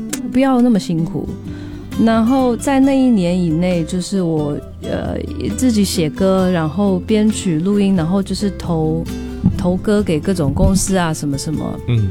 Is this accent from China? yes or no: no; Taiwan; also born or lived in Canada; now in Singapore; 对，小时候住加拿大，然后后来又搬回台湾，然后结婚以后搬来新加坡。